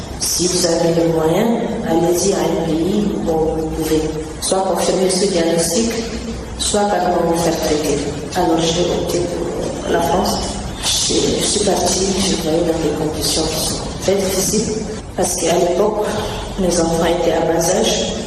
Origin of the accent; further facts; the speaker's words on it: Chad; en tant que bon Tchadien